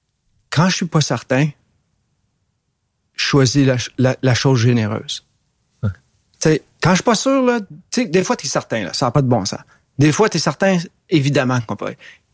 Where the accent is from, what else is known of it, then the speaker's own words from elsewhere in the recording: Montreal, Quebec, Canada; J'étais un gars de Montréal-Nord.